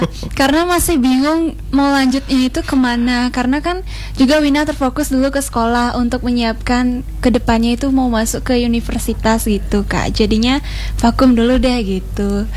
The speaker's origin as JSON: {"language": "Indonesian", "town": "Sambangan", "region": "Bali", "country": "Indonesia", "said": "Dan di sini aku asalnya dari Desa Sambangan."}